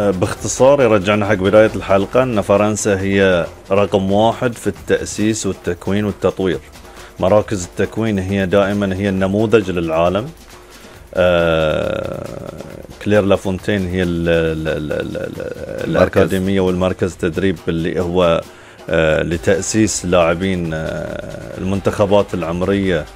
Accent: Bahrain; انا ككروي وبحريني موجود في يعني هذه البلد الجميل واحنا يعني مملكتنا بلد صغير

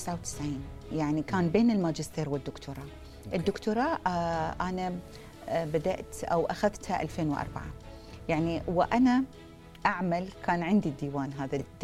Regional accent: Bahrain; now in Dubai, United Arab Emirates; كانوا محتاجين لبنت خليجية في الأخبار، كان تلفزيون دبي ما في أي وجه خليجي، يعني ما في مواطنين من الإمارات وما في مواطنة خليجية يعني خليجية موجودة. فأخذوني

